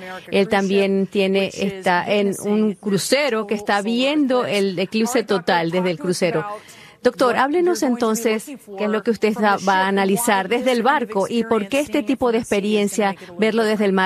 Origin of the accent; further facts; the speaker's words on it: South West England, United Kingdom; Spanish is a second language; Somos de Devonshire.